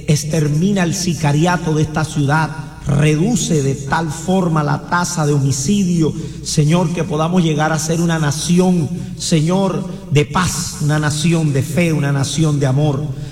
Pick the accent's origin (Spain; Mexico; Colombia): Colombia; Cartagena, Bolívar